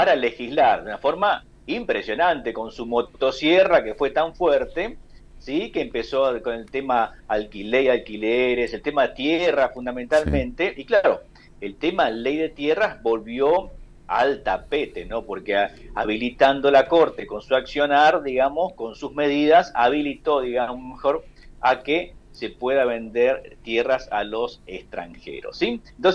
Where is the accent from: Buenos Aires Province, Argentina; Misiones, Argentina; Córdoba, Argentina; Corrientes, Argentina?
Misiones, Argentina; sabe que soy de Misiones